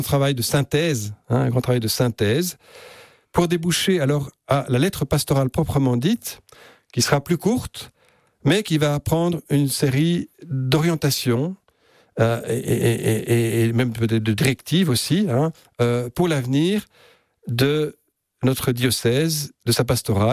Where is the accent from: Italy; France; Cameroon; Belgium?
Belgium; quand moi j'étais jeune encore, quand j'ai encore connu une société qui était très organisée chez nous en Belgique sur ces trois piliers